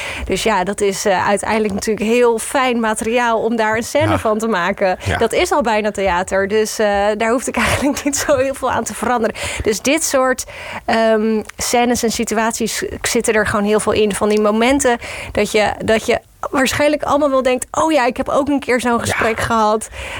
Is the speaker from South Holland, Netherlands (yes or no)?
yes; Rotterdam, South Holland, Netherlands; We komen allebei uit Rotterdam, zijn even oud.